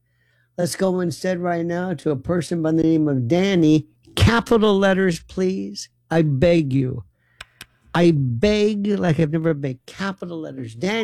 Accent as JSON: {"language": "English", "region": "Florida", "country": "United States", "tie": "born or raised there", "said": "and I'm originally from Florida, where we had Cubans and the Mariel boat lift in the 80s."}